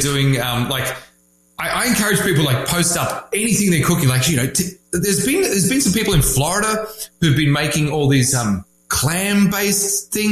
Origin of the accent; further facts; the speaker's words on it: Australia; Importantly, I think for Americans to know, because I've got, obviously I'm Australian, as you can tell by my glorious accent.